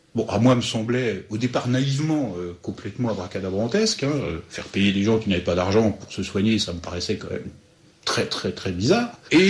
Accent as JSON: {"language": "French", "town": "Dijon", "region": "Bourgogne-Franche-Comté", "country": "France", "tie": "born or raised there"}